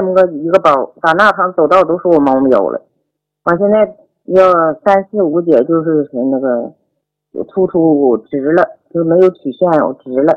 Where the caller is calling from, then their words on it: Changchun, Jilin, China; 我是来自长春，吉林长春的。